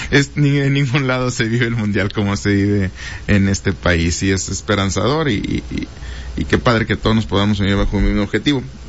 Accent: Mexico; todos somos mexicanos

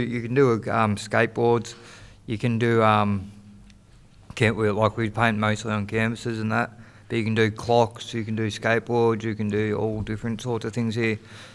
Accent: Ballarat, Victoria, Australia; I haven't been home to Gunai Kurnai yet, but I've been to Gunjanamara land. But I'm from Wathaurong. I'm Wathaurong land. I was born in Ballarat.

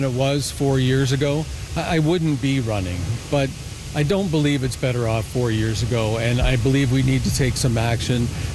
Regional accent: Canada; I'm very Canadian. I'm proud to be Canadian.

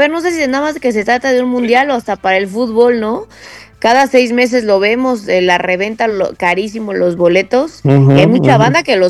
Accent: Coyoacán, Mexico City, Mexico

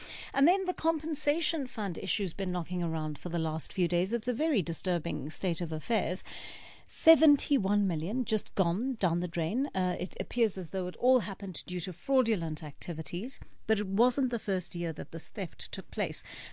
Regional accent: South Africa; And I would really, as a South African citizen, like to see this happen.

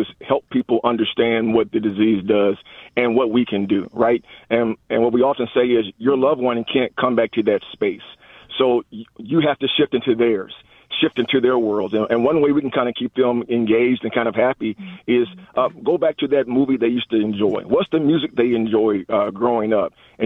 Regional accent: Jacksonville, Illinois, United States; So, again, we grew up in Central Illinois, 30 years in Jacksonville.

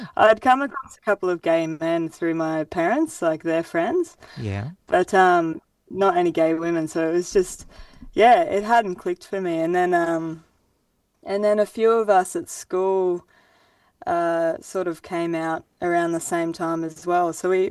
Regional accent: Grafton, New South Wales, Australia; now in Cairns, Australia; I grew up in Grafton. It's like a small town, about 25,000 to 30,000 people, northern New South Wales.

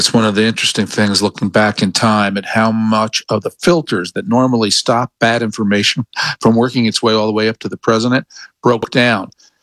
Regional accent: New York, United States; Well, sadness. I mean, I'm a New Yorker.

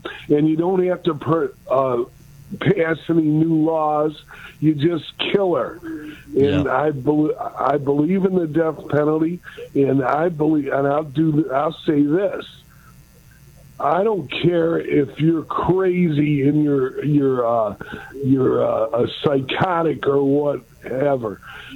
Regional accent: Detroit, Michigan, United States; Anyway, but I am here, and I'm from Detroit.

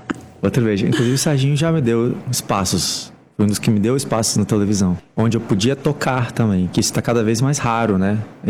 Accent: Brazil; Mas eu não posso me dar o luxo também, que eu sou brasileiro, eu sou aquele artista...

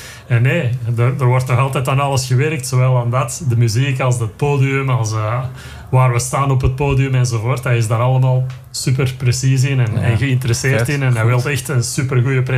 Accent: Flanders, Belgium; moved away; also born or lived in France (near Paris); Ik kom uit een klein dorpje buiten Antwerpen.

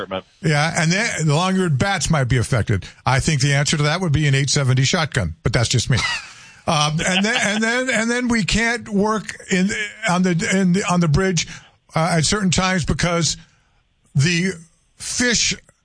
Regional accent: United States; nothing personal against any, but I'm an American.

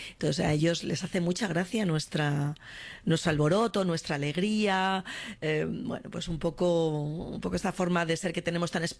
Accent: Spain; Yo tengo la nacionalidad alemana también ya. Y en cierto modo me siento alemana, pero la parte española pues tira muchísimo.

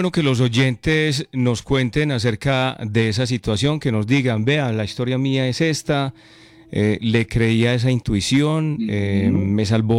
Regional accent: Concordia, Antioquia, Colombia; Lo que pasa es que yo soy de un pueblo. Yo soy de Concordia, sí, ¿cierto?

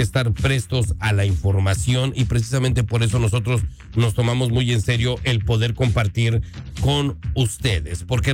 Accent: Mexico; este es un llamado principalmente a todos los que somos mexicanos

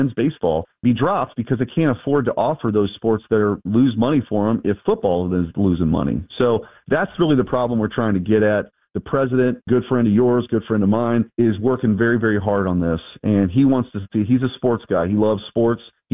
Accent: United States; as an American

